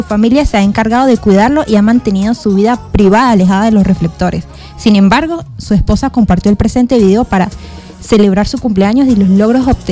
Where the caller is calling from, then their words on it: San Cristóbal, Táchira, Venezuela; Gocha Gochita, yo no tengo más sino San Cristóbal.